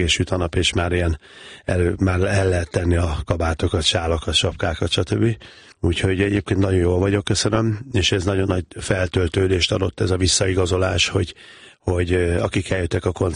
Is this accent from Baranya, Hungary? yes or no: no; Gyula, Békés, Hungary; én 3 éves korom előtt a Gyulánon én felnőttem.